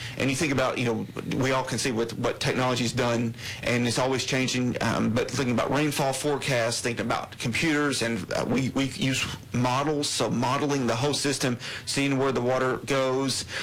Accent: Knoxville, Tennessee, United States; I'm from Knoxville area, so I use those lakes generally.

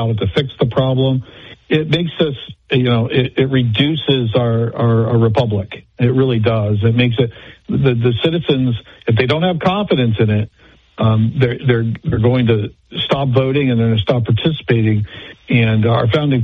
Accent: United States; as an American

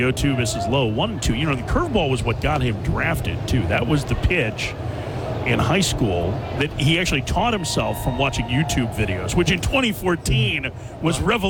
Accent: Myrtle Beach, South Carolina, United States; This was incredible to me, despite growing up in Myrtle Beach.

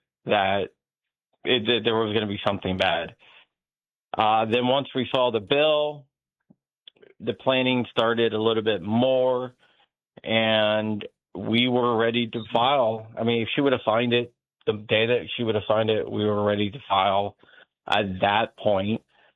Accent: Sterling, Virginia, United States; I grew up and I still live in Loudoun County. I grew up in Sterling and live in Ashburn.

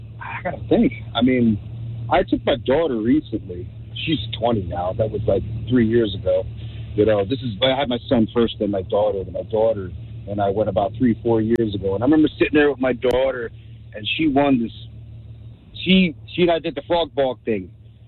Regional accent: New Jersey, United States; born there; also born or lived in Newark, New Jersey / Seaside Heights, New Jersey; now in New Brunswick, United States; I was born in Newark. I lived a great majority of my life down the shore. Lived in Seaside 3 times.

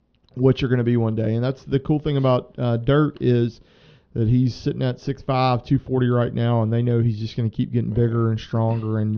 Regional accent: Brookhaven, Mississippi, United States; I grew up in Brookhaven

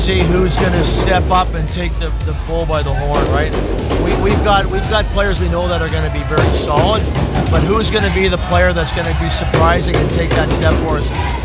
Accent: Canada; moved away as an adult; now in Coachella Valley, United States; I'm from Canada

